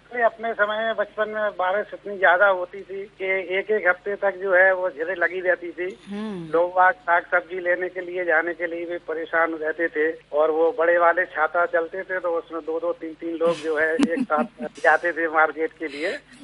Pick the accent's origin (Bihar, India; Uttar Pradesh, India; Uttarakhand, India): Uttar Pradesh, India; Jhansi; moved away as an adult; now in Chhatarpur, India; हम वैसे तो मूलतः झांसी के रहने वाले हैं।